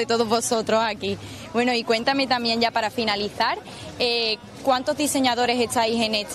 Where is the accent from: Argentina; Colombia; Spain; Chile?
Spain; Seville, Andalusia; yo soy de Sevilla